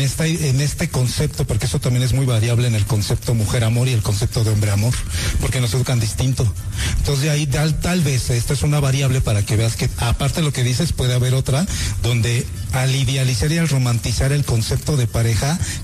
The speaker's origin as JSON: {"language": "Spanish", "town": "Ecatepec", "region": "State of Mexico", "country": "Mexico", "said": "Somos de Catepec."}